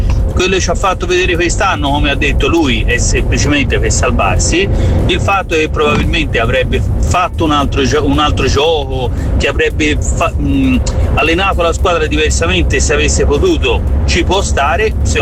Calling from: Florence, Tuscany, Italy

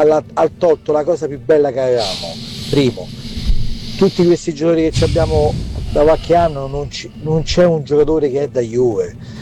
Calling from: Rome, Lazio, Italy

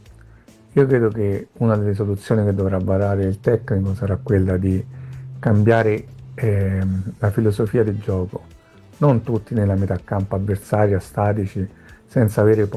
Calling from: Rome, Lazio, Italy

